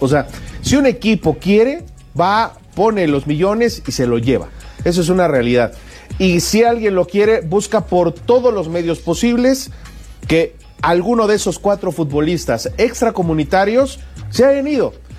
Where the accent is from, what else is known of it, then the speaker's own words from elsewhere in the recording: Puebla, Mexico; Yo soy poblano.